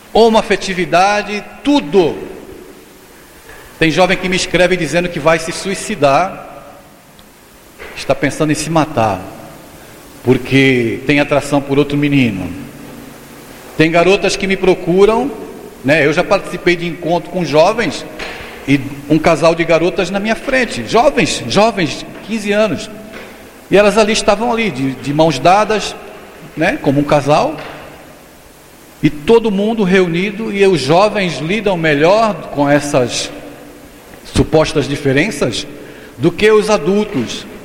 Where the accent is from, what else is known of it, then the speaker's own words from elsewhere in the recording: Guarujá, São Paulo, Brazil; lá da minha cidade, no Guarujá, no litoral. Uma cidade linda, vocês estão convidados a conhecer, porque tem praias belíssimas lá, né? Muita praia no Guarujá, ali do lado de Santos.